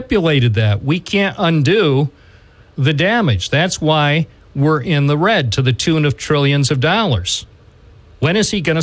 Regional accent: United States; as an American who pays lots of taxes

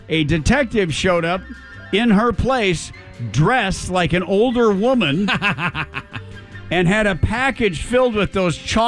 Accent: Grand Rapids, Michigan, United States; moved away; which comes to you from my hometown of Grand Rapids, Michigan.

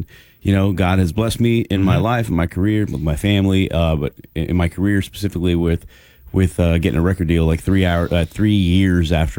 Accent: Las Cruces, New Mexico, United States; moved away; I'm from Las Cruces, New Mexico.

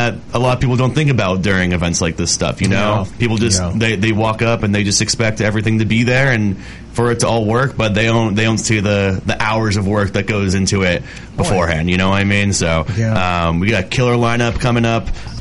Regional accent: North Andover, Massachusetts, United States; I'm personally not from here. I'm from North Andover, about hour and a half.

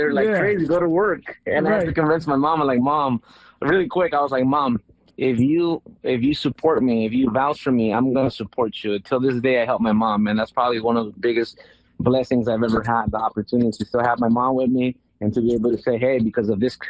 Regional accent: Los Angeles, California, United States; growing up in South Central LA and how my family, they traveled from El Salvador to the U.S. back in the 80s because of the Civil War.

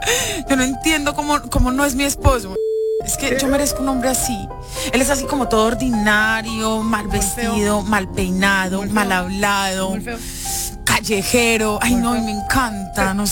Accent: Colombia; Que me da mucha envidia no poder decir porque soy colombiana.

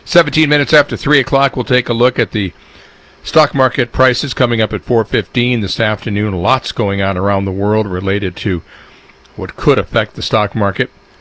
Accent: Detroit, Michigan, United States; moved away; Oh, I remember those days growing up in Detroit

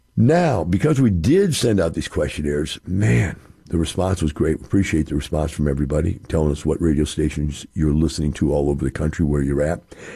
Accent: Missouri, United States; I'm from Missouri.

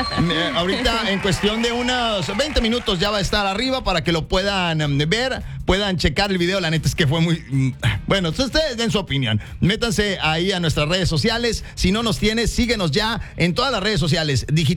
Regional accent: Mexico; obviamente somos mexicanos

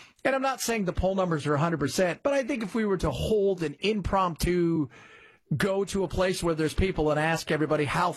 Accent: United States; First of all, as an American, Nebraska, shame on you for clapping for any of that crap.

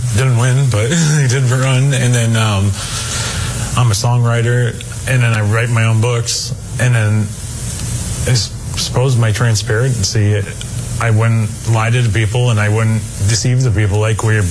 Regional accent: Farmington, Maine, United States; I'm from Farmington, Maine.

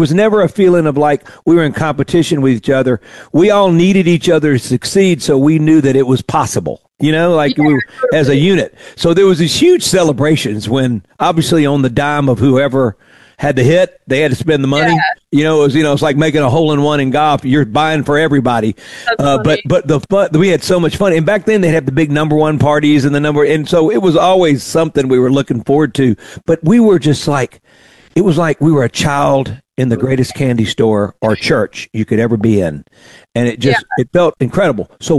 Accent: the South, United States; also born or lived in Nashville, Tennessee

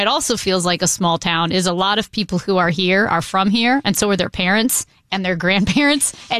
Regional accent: St. Louis, Missouri, United States

